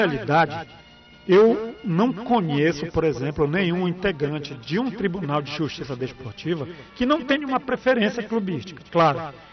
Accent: Abaetetuba, Pará, Brazil; eu sou lá de Abaetetuba, meus amigos são de lá

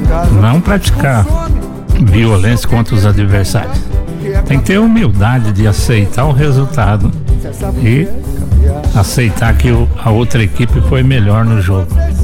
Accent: Brazil; Porque eu sou brasileiro. Sou brasileiro

